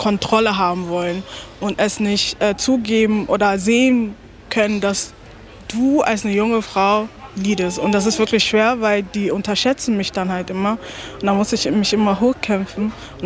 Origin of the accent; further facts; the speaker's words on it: Hamburg, Germany; Ja, ich bin ja aus Hamburg.